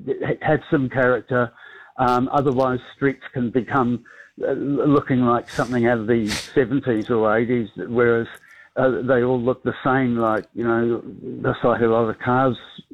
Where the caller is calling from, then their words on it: New Zealand; Because being a Kiwi